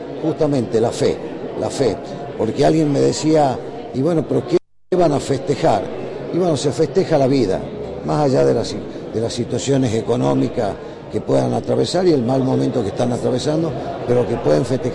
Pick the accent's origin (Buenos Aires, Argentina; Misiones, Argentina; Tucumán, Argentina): Tucumán, Argentina; como tucumanos nos sentimos orgullosos, porque aparte acá en Tucumán también se declaró la independencia.